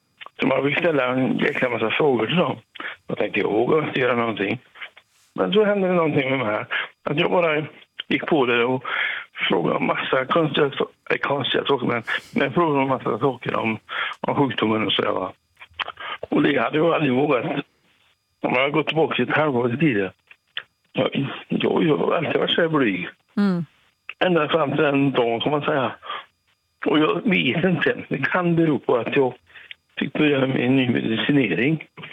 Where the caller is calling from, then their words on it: Brösta, Västra Götaland County, Sweden; Jag är från Lysekils kommun, en litet samhälle som heter Brösta.